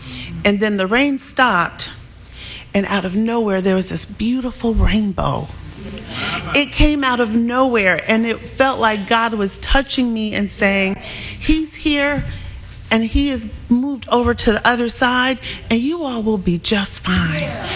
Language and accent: English; Georgia, United States; now in Chicago, United States; I might say I'm from Georgia, because I am, and I love being from Georgia